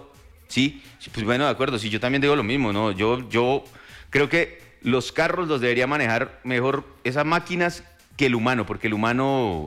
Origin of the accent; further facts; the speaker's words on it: Colombia; Hablo de Colombia. Aquí en Colombia somos muy irresponsables manejando.